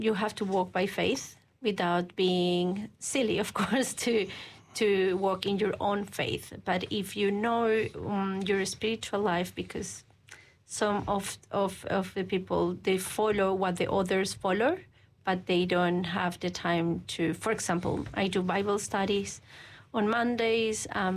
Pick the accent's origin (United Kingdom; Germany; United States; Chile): Chile; English is a second language; now in New Zealand; I'm from Chile, but my wife is Kiwi.